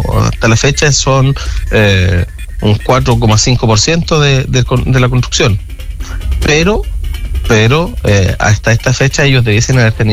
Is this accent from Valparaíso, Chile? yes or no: no; Licantén, Maule, Chile; para nosotros como alicantinos y alicantineras